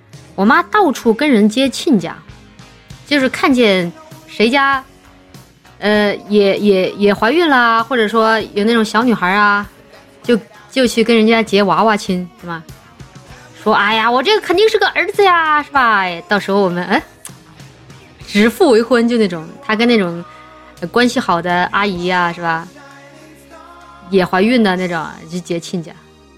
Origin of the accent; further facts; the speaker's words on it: Chongqing, China; now in Shanghai, China; 我老家是重庆嘛，然后那边重男轻女其实没怎么感觉